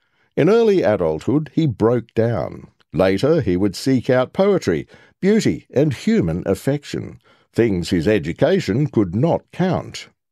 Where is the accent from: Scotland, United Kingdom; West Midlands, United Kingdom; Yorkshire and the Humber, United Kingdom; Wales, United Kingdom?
West Midlands, United Kingdom; Stratford-upon-Avon; moved away as an adult; now in London, United Kingdom; I grew up in Stratford-upon-Avon, but if you want to be a journalist in this country, you move to London.